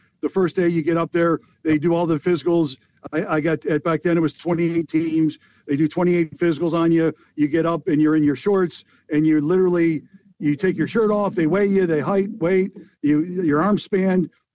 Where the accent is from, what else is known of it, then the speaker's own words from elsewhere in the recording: Chicago, Illinois, United States; I really didn't know much about, you know, the Eagles growing up in Chicago, NFC Central. I was growing up as a Bears fan here.